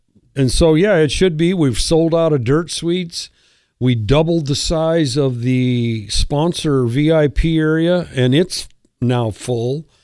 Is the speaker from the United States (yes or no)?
yes; Deadwood, South Dakota, United States; I grew up in Deadwood